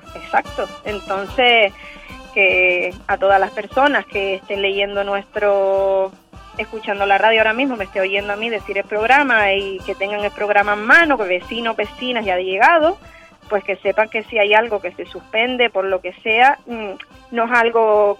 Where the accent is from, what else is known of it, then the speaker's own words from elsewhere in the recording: Canary Islands, Spain; como buenos canarios que somos